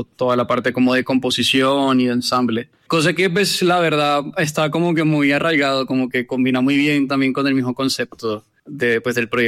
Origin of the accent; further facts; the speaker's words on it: Venezuela; now in Bogotá, Colombia; pues digamos que no soy de Bogotá, tampoco de Colombia, yo soy de Venezuela.